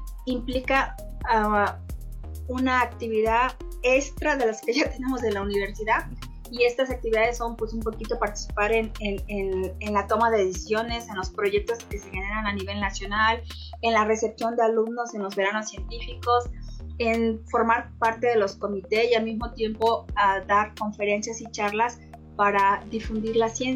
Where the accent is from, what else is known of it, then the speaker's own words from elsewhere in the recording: Veracruz, Mexico; En mi caso, que yo soy originaria de Veracruz y que aquí no tengo a nadie, es un poco complejo